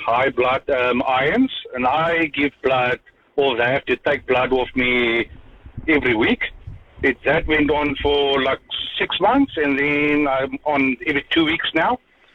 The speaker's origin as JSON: {"language": "English", "country": "South Africa", "lives_now": "New Zealand", "said": "I'm from South Africa, and there they'll use the blood for everything. But here in New Zealand, they just chuck the blood."}